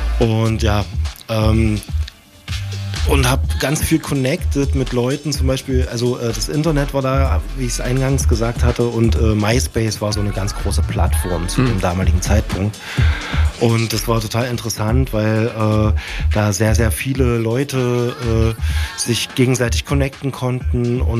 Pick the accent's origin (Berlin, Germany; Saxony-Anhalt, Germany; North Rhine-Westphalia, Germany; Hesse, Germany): Saxony-Anhalt, Germany; Dessau; born or raised there; now in Leipzig, Germany